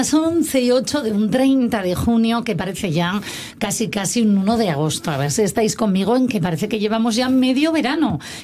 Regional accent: Asturias, Spain; also born or lived in Madrid; o sea, una vez que he vuelto a mi tierra, Asturias, llevo 4 años, ¿no?

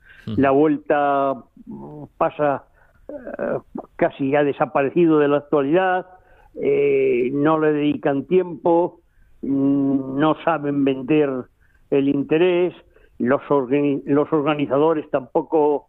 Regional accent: Madrid, Community of Madrid, Spain; born there; Yo he nacido en Madrid por accidente casi. Me encantaría haber nacido en Asturias, pero me considero asturiano a todos los efectos.

